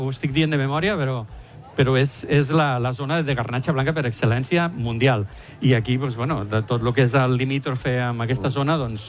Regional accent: Ginestar, Catalonia, Spain; Jo sóc de Ginestar.

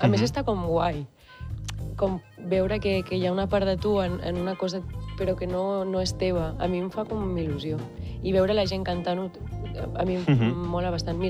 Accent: Salou, Catalonia, Spain; now in Madrid, Spain; jo sóc de Salou

